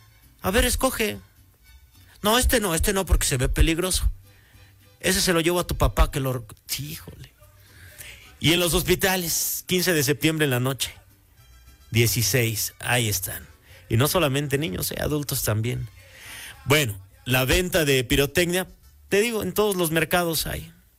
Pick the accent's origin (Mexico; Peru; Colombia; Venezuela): Mexico; No, uno se las ingenia como buen mexicano ahí con Doña Pelos.